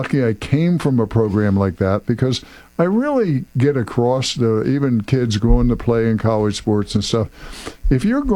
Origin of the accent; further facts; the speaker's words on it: New Jersey, United States; I'm from South Jersey, and my high school team never lost for like 3 years.